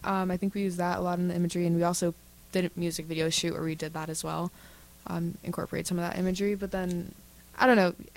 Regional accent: San Bernardino, California, United States; now in Sacramento, United States; Yeah. I'm from San Bernardino, which is east of LA. It's like, I'm from San Bernardino City, not like county, like the city of San Bernardino.

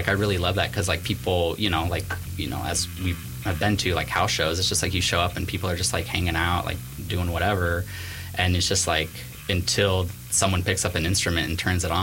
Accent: San Diego, California, United States; My friend Chris, he's from L.A. I'm from San Diego originally.

